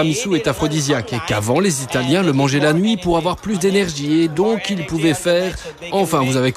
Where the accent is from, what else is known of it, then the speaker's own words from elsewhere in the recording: Philippines; moved away as an adult; now in Rome, Italy; je viens des Philippines. Je suis né et j'ai été élevé là-bas. Je suis ici à Rome depuis presque un an.